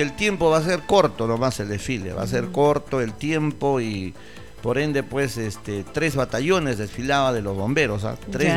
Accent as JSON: {"language": "Spanish", "country": "Peru", "said": "nuestro país"}